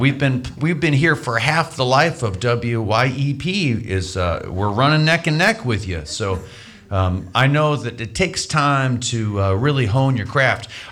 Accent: Virginia, United States; But where I grew up in Virginia, just a few states over

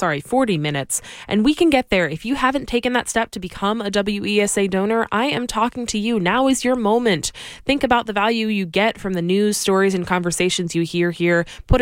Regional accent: Wexford, Pennsylvania, United States; I grew up in Wexford.

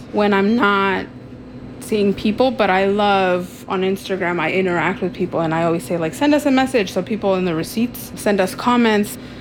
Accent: Pittsburgh, Pennsylvania, United States; we grew up here in Pittsburgh, it was very hard for us. It wasn't welcoming at the time

